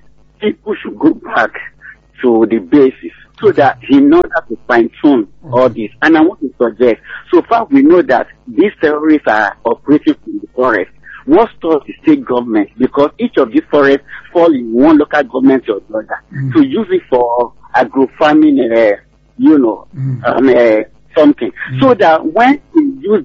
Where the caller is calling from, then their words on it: Ijebu-Ode, Ogun, Nigeria; from Ijebu-Ode.